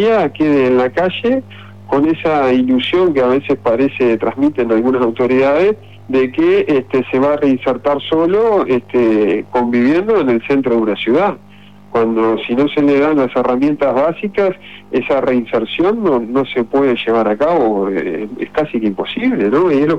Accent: Uruguay

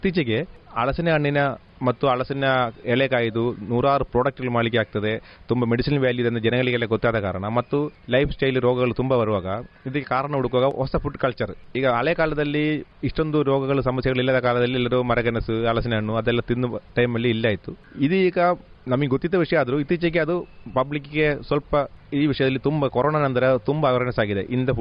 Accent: Karnataka, India; now in Alake Majalu, India; ನನ್ನ ಮನೆ ಹೆಸರು ನಿನ್ನಿಕಲ್ಲು. ಅಲ್ಲ, ಒಂದು ಇಲ್ಲಿನ ಪಕ್ಕದ ವಿಟ್ಲ ರಸ್ತೆಯಲ್ಲಿ ಪಕ್ಕದಲ್ಲಿ ಒಂದು ಊರಿದೆ ನಿನ್ನಿಕಲ್ ಅಂತ ಹೇಳಿ.

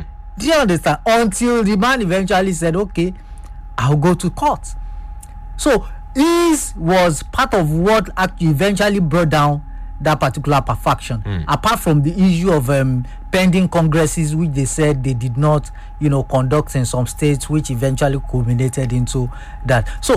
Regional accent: Nigeria; as a Nigerian

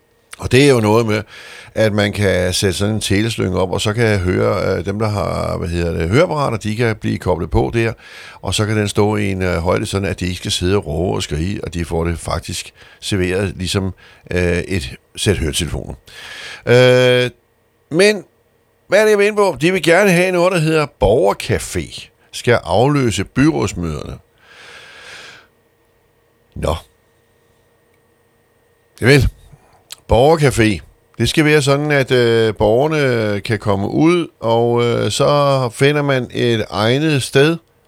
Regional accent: Lolland, Zealand, Denmark; os, der bor hernede, vi er fra Lolland

